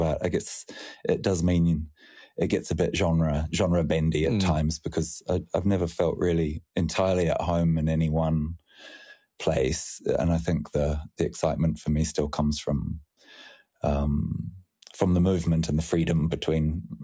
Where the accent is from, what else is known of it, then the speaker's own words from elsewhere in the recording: New Zealand; particularly when I was younger and growing up in New Zealand, and there weren't many songwriters around in Australasia that I really sort of aspired to be.